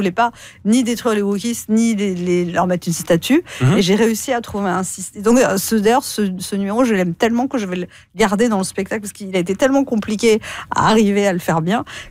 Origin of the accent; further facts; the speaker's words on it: France; Je dis bah oui, je suis française.